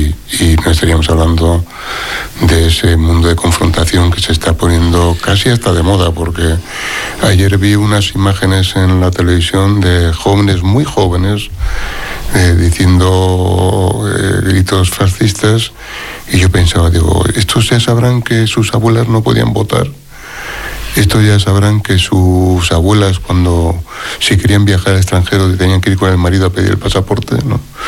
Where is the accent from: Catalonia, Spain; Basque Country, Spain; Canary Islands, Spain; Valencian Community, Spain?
Basque Country, Spain; Barakaldo; Yo no soy futbolero, pero como en mi pueblo, que soy de Baracaldo, la décima